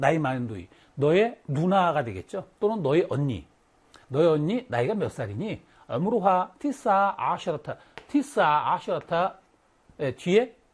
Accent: Wonju, Gangwon, South Korea; 내 고향 원주가 제일 예쁘다고 생각하는데

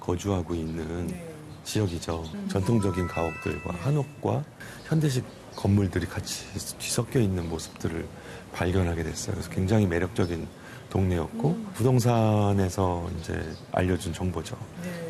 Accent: Seoul, South Korea; 65년 된 주택을 만나서 어린 시절 살던 성북동으로 다시 돌아온 미술하는 작가

